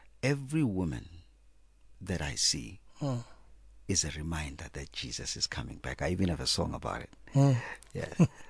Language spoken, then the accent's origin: English; Pretoria, Gauteng, South Africa; moved away; also born or lived in United States; And then I was born in Pretoria.